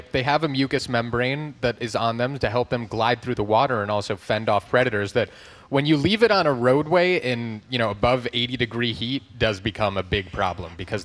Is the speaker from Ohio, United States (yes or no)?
yes; Ohio, United States; now in Massachusetts, United States; I'm from Ohio